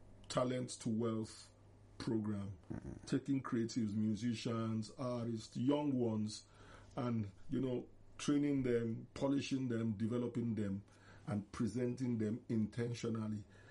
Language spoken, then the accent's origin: English; Nigeria; my being a Nigerian and an African.